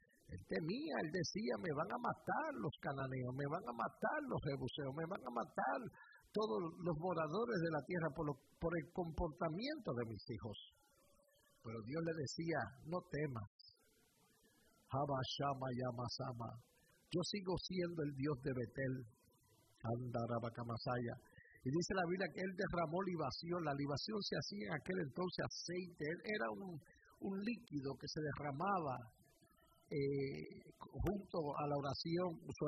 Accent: Puerto Rico; also born or lived in New York; Pero yo había nacido en Nueva York, y eso en Puerto Rico no necesariamente era algo bueno.

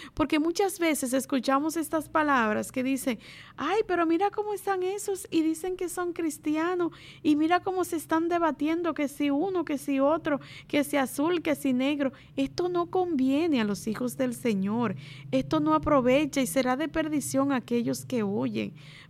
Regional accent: Dominican Republic; como buenos dominicanos que somos

